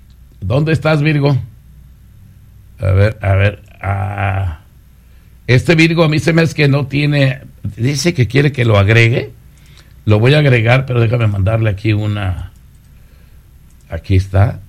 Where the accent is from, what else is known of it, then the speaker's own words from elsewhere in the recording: Ciudad Guzmán, Jalisco, Mexico; el vato es de Ciudad Guzmán, es de ahí de mi pueblo, de ahí de la vuelta de la esquina de donde yo vivo.